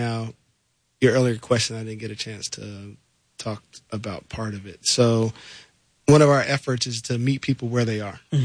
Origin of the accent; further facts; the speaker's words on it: Charlotte, North Carolina, United States; I grew up in Charlotte, North Carolina.